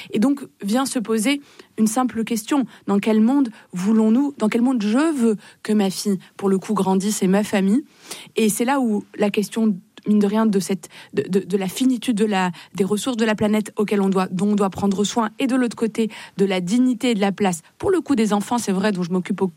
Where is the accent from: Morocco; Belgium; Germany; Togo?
Morocco; now in France; moi, j'ai grandi au Maroc, dans un pays multiculturel, où musulmans, juifs, chrétiens, pour le coup, vivent ensemble, vivent profondément ensemble.